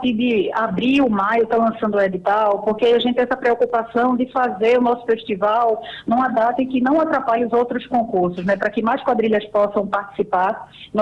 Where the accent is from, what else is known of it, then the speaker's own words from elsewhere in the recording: Northeast Region, Brazil; Com certeza é a nossa tradição, a nossa raiz, né? Somos nordestinos, amamos a nossa cultura